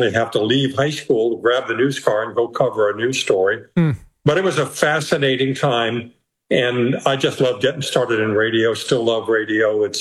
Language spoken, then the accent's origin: English; Pueblo, Colorado, United States; I was growing up in Pueblo, Colorado. There were 11 radio stations, and too many for a size of 100,000 people.